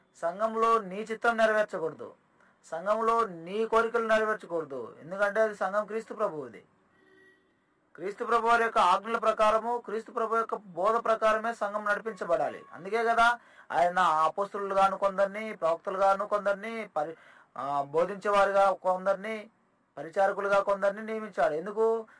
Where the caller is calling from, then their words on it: Kadapa, Andhra Pradesh, India; నేను కడప నుండి మాట్లాడుతున్నా